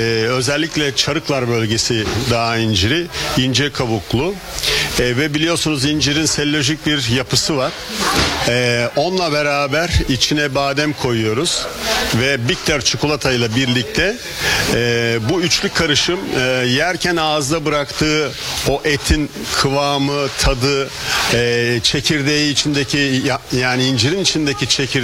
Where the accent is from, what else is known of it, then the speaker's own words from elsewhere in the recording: Aydın, Turkey; born there; Bunu da memleketimiz Aydın'dan başlamak istiyoruz.